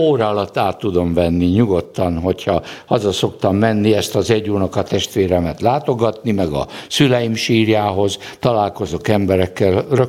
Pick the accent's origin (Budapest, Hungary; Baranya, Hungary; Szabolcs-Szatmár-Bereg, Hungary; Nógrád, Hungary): Nógrád, Hungary; Endrefalva; 50-ben születtem, szeptember 19-én, Széchény melletti kis faluban, Endrefalván. Széchény után Salgótarján felé van. Akkor egy 1200-1300-as lelkes falu volt